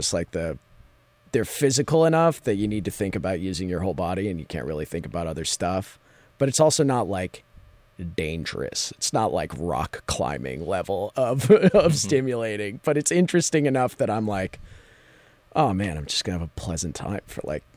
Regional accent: Midland, Michigan, United States; I'm from Midland.

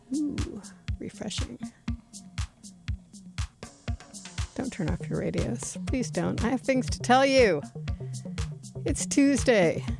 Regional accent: New York, United States; What do I know? I'm from New York.

